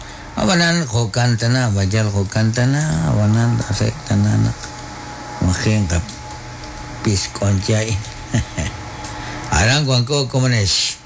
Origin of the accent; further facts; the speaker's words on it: Cobán, Alta Verapaz, Guatemala; now in United States; Saludos desde Estados Unidos, soy de Chama Grande Cobán.